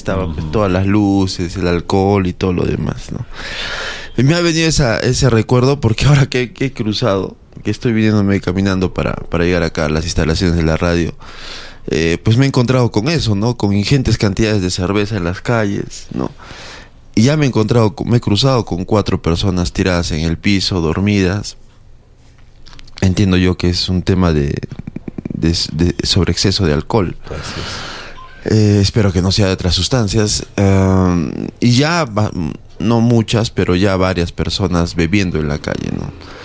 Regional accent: Arequipa, Peru; cuando, por ejemplo, hablamos de fiestas de Arequipa, somos hijos del Misti

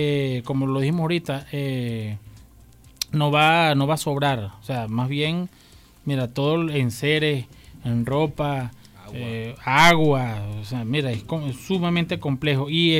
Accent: Venezuela; como primero como venezolanos

